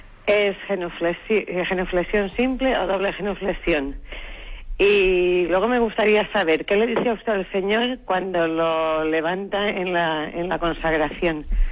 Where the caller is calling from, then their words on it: Palma, Balearic Islands, Spain; de Palma.